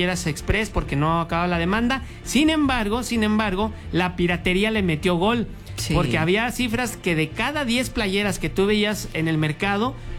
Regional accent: Mexico; los mexicanos hicimos el festejo del remo

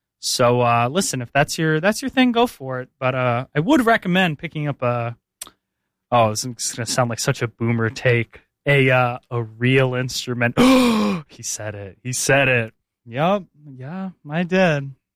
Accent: Tennessee, United States; I love being North American. I love being American. So awesome, you know? You think about American music, American culture, all of it, you know? Especially as a Tennessean.

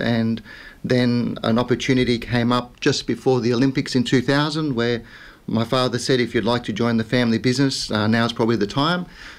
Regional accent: Glenbrook, New South Wales, Australia; also born or lived in Strathfield / Sydney; I grew up on the Blue Mountains in a small town called Glenbrook up until year six, and then moved down to live with my father's side of the family in Strathfield and went to high school here in Sydney.

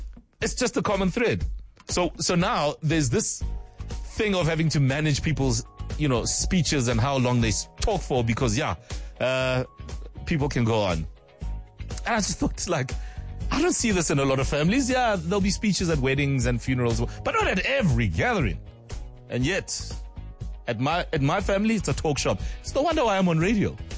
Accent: South Africa; Because that's the one common thread we all have as South African families.

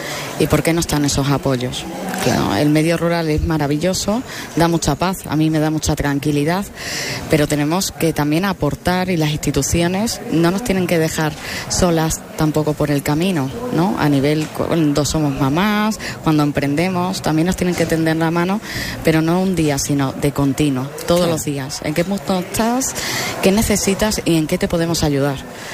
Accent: Extremadura, Spain

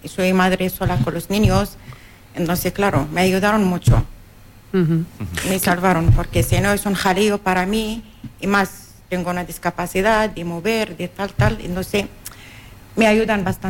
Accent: Morocco; Sí, el sur de Marruecos, el Sahara.

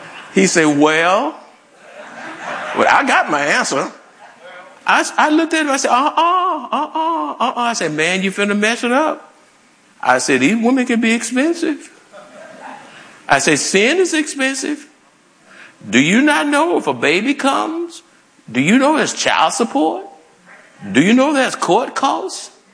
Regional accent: Houston, Texas, United States; And I said, "Well, I'm from Houston originally."

